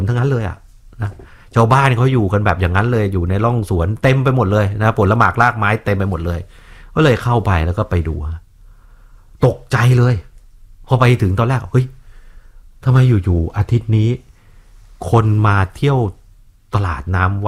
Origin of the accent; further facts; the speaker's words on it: Bangkok, Thailand; เพราะว่าเราคนกรุงเทพอ่ะเราบางทีเราก็ต้องตามหน่อยใช่ไหมข่าวสารต่างๆ